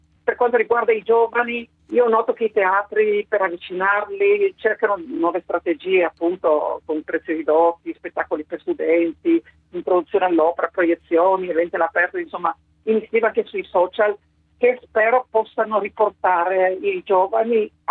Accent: Trieste, Friuli-Venezia Giulia, Italy; moved away; sono cresciuta a Trieste

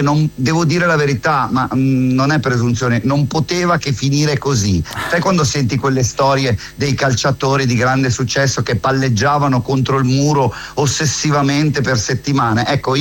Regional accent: San Donato Milanese, Lombardy, Italy

